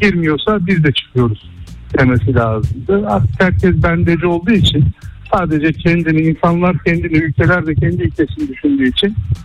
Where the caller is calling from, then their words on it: Istanbul, Turkey; İstanbul'dan.